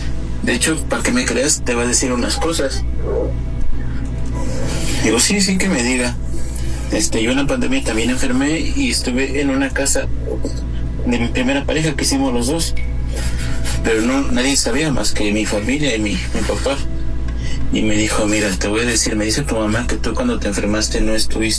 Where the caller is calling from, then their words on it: Toluca, State of Mexico, Mexico; De aquí de Toluca, en el Estado de México.